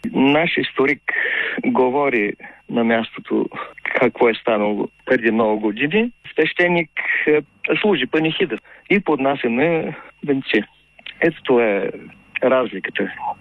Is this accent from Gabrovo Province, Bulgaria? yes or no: no; Asenovgrad, Plovdiv Province, Bulgaria; now in Sliven, Bulgaria; Аз дори съм от Асеновград. И 50 и няколко години живея тук в Сливен.